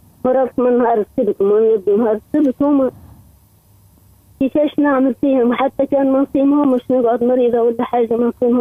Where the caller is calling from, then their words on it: Sidi Bouzid, Tunisia; سيدي بوزي.